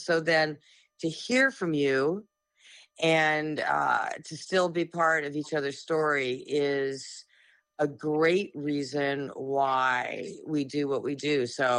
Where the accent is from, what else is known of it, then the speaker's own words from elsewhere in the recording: Brawley, California, United States; also born or lived in Yuma, Arizona; I was born in Yuma, Arizona, and I was raised in a very small agricultural town, Brawley, California, in the Imperial Valley on the inland tip of California.